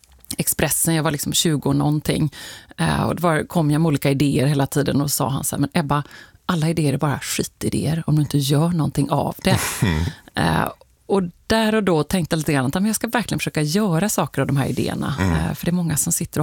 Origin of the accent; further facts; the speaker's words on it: Gothenburg, Västra Götaland County, Sweden; Och jag är nog lite göteborgare fortfarande, trots att det är länge sedan jag bodde där.